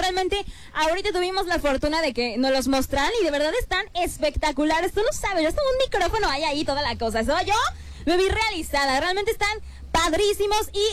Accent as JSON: {"language": "Spanish", "country": "Mexico", "said": "nosotros terminamos con las celebraciones como buenos mexicanos, oigan, a nosotros nos encanta la pachanga"}